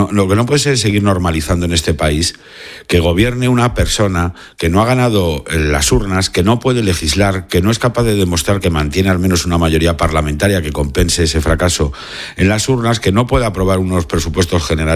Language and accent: Spanish; Spain; Y luego ya como español